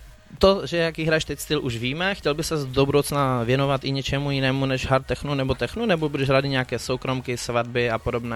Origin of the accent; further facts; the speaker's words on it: Ostrava, Moravian-Silesian Region, Czechia; jsme z Ostravy